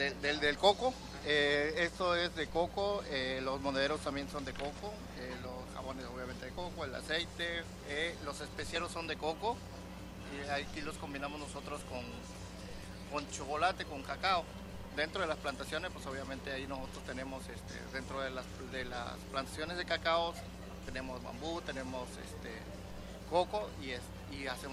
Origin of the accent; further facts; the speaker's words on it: Comalcalco, Tabasco, Mexico; Nosotros somos de Comalcalco, somos productores de coco y cacao y bambú también.